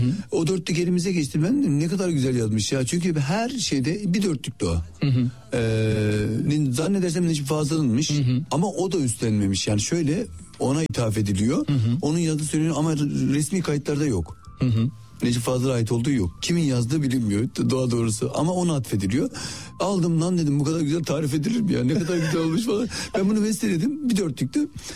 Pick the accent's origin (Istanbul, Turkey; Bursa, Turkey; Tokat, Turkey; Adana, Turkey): Adana, Turkey; Canım Adana'nın ben Varoş mahallesinde işte gettosu, Koca Vezir denilen bir yerdir. Böyle orada yetiştim. Şimdi genelde Suriyeli, Afganların doldurduğu bir yer. Yani öyle bir yerde yetiştim.